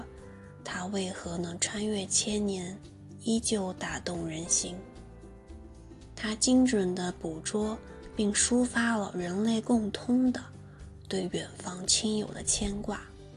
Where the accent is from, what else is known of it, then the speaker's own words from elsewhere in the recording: Xiamen, Fujian, China; moved away as an adult; now in Hong Kong; 我是一个在海滨城市厦门出生长大的孩子，甚至连大学也选择留在了厦门，因此来到香港读研究生 是我人生中第一次真正意义上离开家，独自在外生活